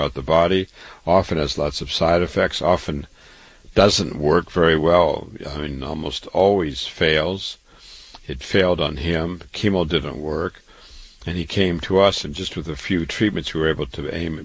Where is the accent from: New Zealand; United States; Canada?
United States; Waterloo, Iowa; born or raised there